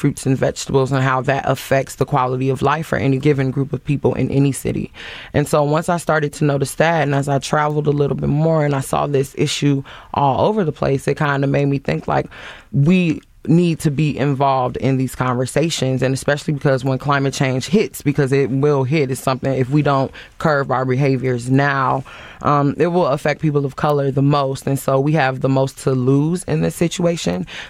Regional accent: Chicago, Illinois, United States; I was born and raised in Chicago, all the way on the east side, South Shore. So all up and down Stony Island, like 63rd Street Beach, just the whole lakefront. That's been my playground. South Shore is like our little piece of California

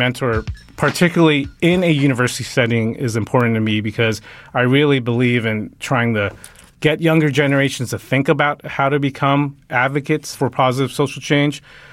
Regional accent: Los Angeles, California, United States; moved away as an adult; now in Chicago, United States; I'm originally from Los Angeles. After finishing my PhD in communication at the University of Southern California, I came here to Chicago.

